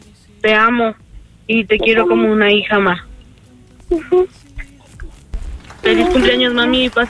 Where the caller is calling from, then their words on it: Mexico City, Mexico; De aquí, de Iztapalapa.